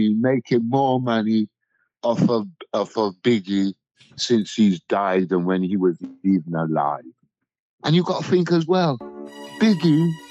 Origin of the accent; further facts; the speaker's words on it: England, United Kingdom; born there; I'm English. I've grown up English. I never grew up with hip-hop. I grew up with reggae, lovers rock, soca, you know.